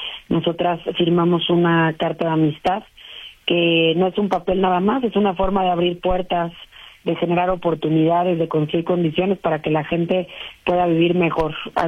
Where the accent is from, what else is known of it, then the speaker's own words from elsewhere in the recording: Mexico; Yo me considero una mexicana, ¿no?